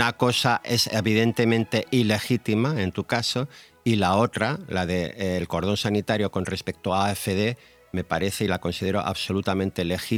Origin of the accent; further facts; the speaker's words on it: Spain; Como español y como europeo